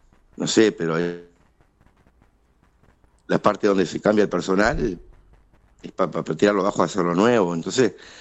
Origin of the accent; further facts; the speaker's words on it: Cerro Chato, Uruguay; soy de Cerro Chato.